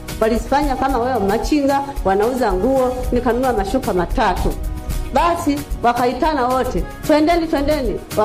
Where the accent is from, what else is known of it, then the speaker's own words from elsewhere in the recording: Manyoni, Singida, Tanzania; nimetoka Manyoni. Nimetoka Manyoni baba.